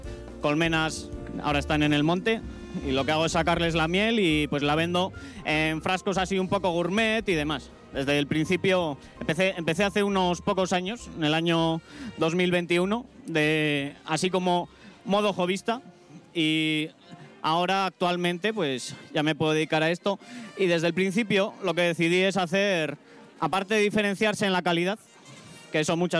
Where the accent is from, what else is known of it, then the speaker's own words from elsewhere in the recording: Leza, Basque Country, Spain; vengo desde Leza, de ahí, Rioja Alavesa, al igual que Héctor.